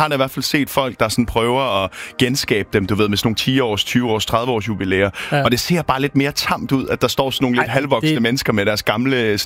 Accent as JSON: {"language": "Danish", "region": "Zealand", "country": "Denmark", "tie": "born or raised there", "moved": "yes", "lives_now": "Bornholm, Denmark", "said": "jeg er jo oprindeligt fra Sjælland"}